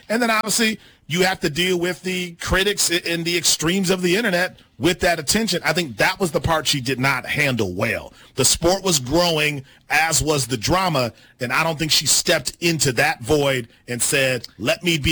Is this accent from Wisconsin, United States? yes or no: yes; Milwaukee, Wisconsin, United States; So there's people in Milwaukee back in my hometown who are trying to figure out this Cookie thing